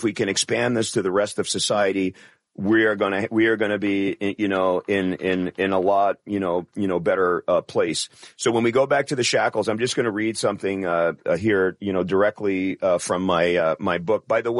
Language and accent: English; Bronx, New York, United States; I'm a kid from the Bronx.